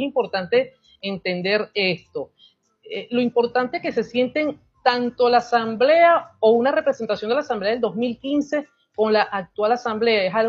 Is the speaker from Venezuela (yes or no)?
yes; Venezuela; la transición que vivimos los venezolanos en el año 58.